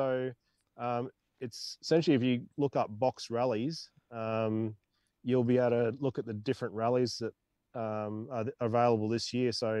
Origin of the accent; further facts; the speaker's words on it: Queensland, Australia; moved away; I'm originally from Queensland, so I spent a lot of time with Damien working and just mucking around up in Queensland when I lived in Brisbane